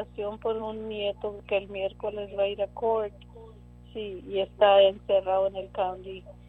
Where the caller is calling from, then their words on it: Edinburg, Texas, United States; De aquí, de Edinburgh.